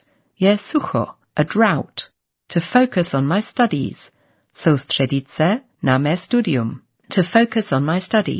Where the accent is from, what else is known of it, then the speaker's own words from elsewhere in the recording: United Kingdom; I come from Britain, where we have a lot of weather.